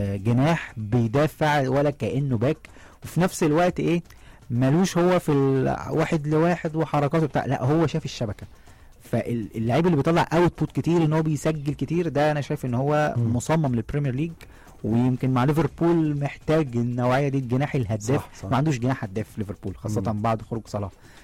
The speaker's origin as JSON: {"language": "Arabic", "country": "Egypt", "said": "احنا كمصريين"}